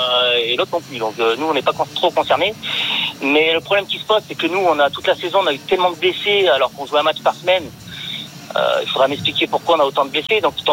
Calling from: Saint-Étienne, Auvergne-Rhône-Alpes, France; en tant que Stéphanois

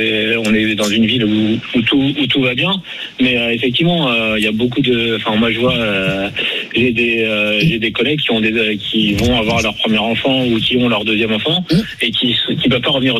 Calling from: Puteaux, Île-de-France, France; j'habite à Puteaux. Une ville où, on est plutôt bien dans nos dans les services et dans les infrastructures.

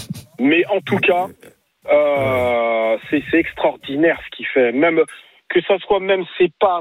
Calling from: Fresnes, Île-de-France, France; Moi, je vous appelle de Fresnes.

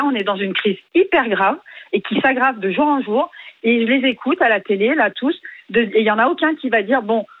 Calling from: Bayonne, Nouvelle-Aquitaine, France; J'habite à Bayonne

